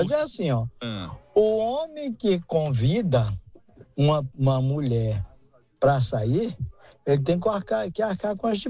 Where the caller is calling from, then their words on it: Porto Velho, Rondônia, Brazil; Eu falo de Porto Velho, Rondônia.